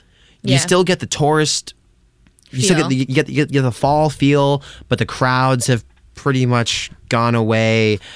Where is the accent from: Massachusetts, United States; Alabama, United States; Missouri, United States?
Massachusetts, United States; especially for someone who's a native of Massachusetts. I was born near Salem and Beverly, and I don't know.